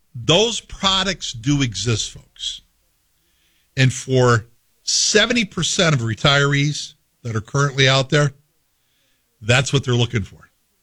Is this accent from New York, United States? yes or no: yes; Schaghticoke, New York, United States; I'm a kid from Scaticoke, New York.